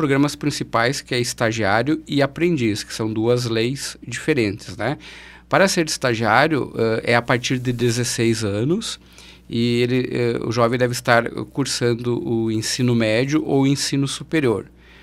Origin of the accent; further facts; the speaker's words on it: Carazinho, Rio Grande do Sul, Brazil; Inclusive eu sou aqui natural de Carazinho também.